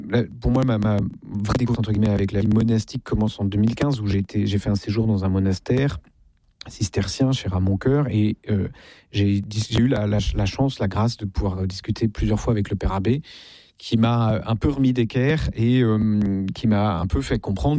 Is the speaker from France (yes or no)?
yes; Versailles, Île-de-France, France; born there